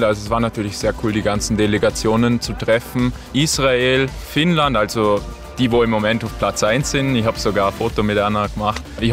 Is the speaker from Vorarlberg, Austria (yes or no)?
yes; Vorarlberg, Austria; moved away as an adult; now in Vienna, Austria; Ich komme ursprünglich aus Dormien, bin jetzt mittlerweile seit fast 2 Jahren in Wien, weil ich da am Studieren bin